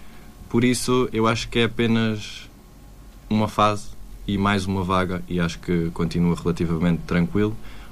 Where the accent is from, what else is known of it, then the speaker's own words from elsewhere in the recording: Grândola, Alentejo, Portugal; also born or lived in Setúbal; é grandolense, desde sempre. Nascido em Setúbal, mas vivi a minha vida toda em Grândola. Os meus pais também são daqui. Por isso posso dizer que sou grandolense de gema. Sou da terra.